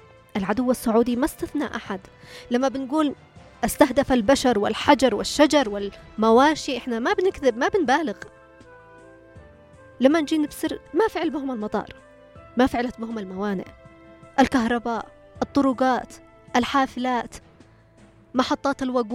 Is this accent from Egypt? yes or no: no; Yemen; ما نقدر نقول نحن نخرج من اليمن ونبصر لنا أرض ثانية